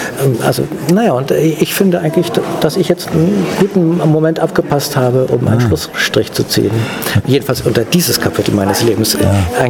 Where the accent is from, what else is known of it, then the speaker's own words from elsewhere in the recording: Northern Germany, Germany; bei uns in Norddeutschland sagen jetzt alle Moin zur Begrüßung.